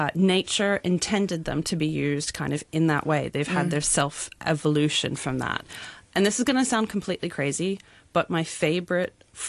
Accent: Australia; now in Hong Kong; I grew up in Australia.

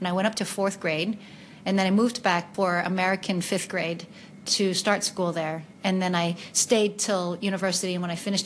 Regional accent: United Kingdom; accent: British; Or the teacher criticizing my accent because it was a British thing.

